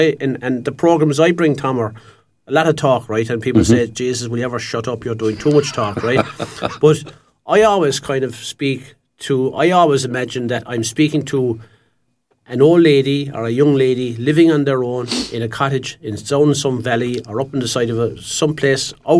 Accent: Youghal, County Cork, Ireland; born there; I was born in Yall, so I'm actually as much Yall as anybody.

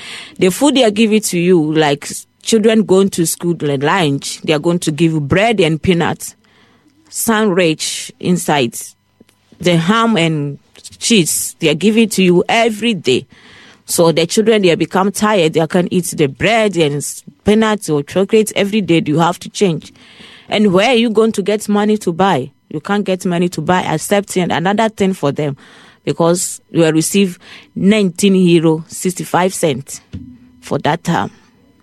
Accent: Ghana; moved away as an adult; now in Ireland; I come from Ghana.

